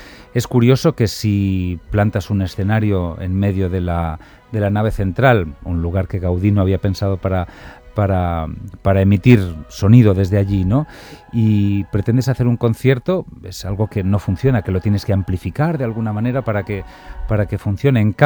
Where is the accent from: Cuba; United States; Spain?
Spain; Valencia, Valencian Community; also born or lived in Santiago de Compostela; de mi ámbito local de Valencia, de donde yo soy y donde vivía en aquel momento